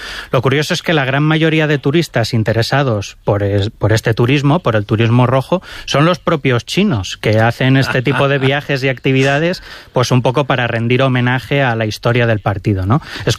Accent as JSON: {"language": "Spanish", "region": "Valencian Community", "country": "Spain", "said": "Podría ser perfectamente una mascleta, que es tirando a mi tierra"}